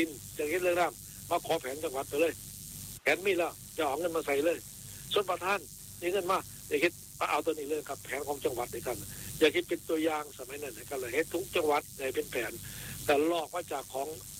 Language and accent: Thai; Isan, Thailand; พี่อีสานบ้านเฮา